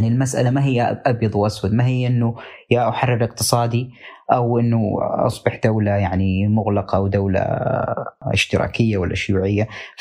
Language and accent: Arabic; Saudi Arabia; عندنا في السعودية